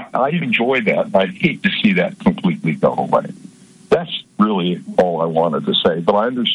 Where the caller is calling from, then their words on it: Georgia, United States; in Georgia.